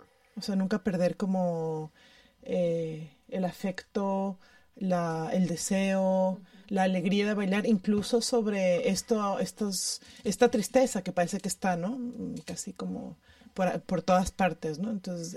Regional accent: Ecuador; Yo cuando, bueno, la fiesta, o sea, como los momentos por el lugar en el que crecí, que es en Ecuador, o sea, crecí como en entornos de celebraciones, ¿no?

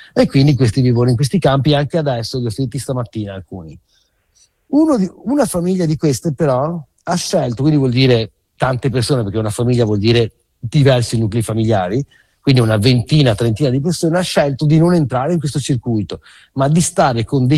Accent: Lebanon; noi siamo di Libano, non stiamo a parlare mai

